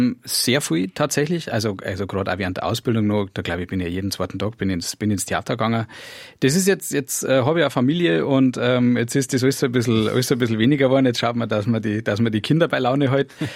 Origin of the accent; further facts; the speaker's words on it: Kienberg, Bavaria, Germany; Und ich komme ja noch nicht einmal aus Trostberg, ich komme aus Kinberg, aus Kerberg. Und das ist ja damals, wo ich auf der Welt gekommen bin, glaube ich, waren es 1200 Einwohner.